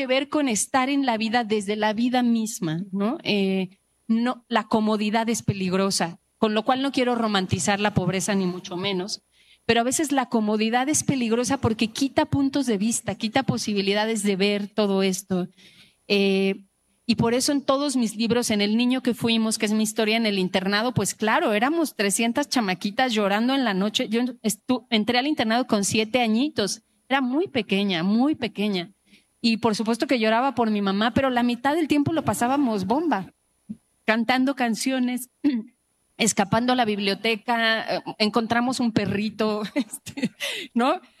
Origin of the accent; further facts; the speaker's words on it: Mexico; Pues porque soy mexicana.